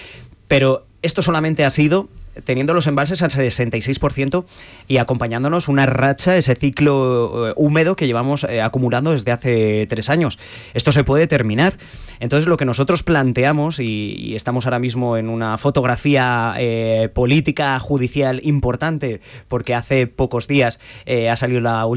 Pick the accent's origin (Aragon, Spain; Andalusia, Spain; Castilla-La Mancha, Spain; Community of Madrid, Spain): Castilla-La Mancha, Spain; yo he crecido en mi pueblo, un pueblo que estaba deprimido, en una comarca que estaba deprimida